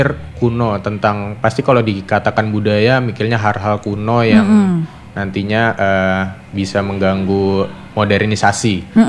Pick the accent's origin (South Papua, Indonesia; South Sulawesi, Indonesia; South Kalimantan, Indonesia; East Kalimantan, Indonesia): East Kalimantan, Indonesia; now in Samarinda, Indonesia; saya juga sendiri orang Kutai kebetulan. Mama dari orang Kutai. Dan beberapa kata saya masih sulit mengucapkan bahkan.